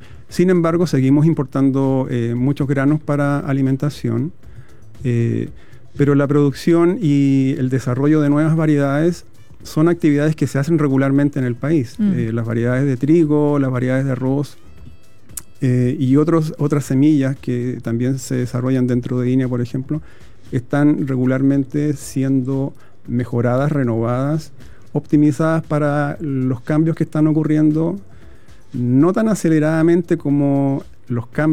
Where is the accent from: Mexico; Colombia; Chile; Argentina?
Chile; Yo creo que somos tan resilientes como chilenos, como raza